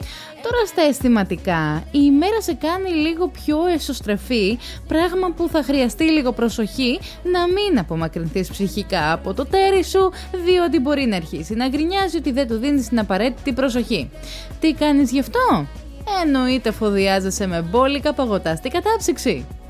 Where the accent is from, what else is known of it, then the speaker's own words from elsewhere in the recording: Aliveri, Central Greece, Greece; Διότι είμαστε από χωριό. Είμαστε από το Αλιβέρι. Είμαστε αρβανίτες.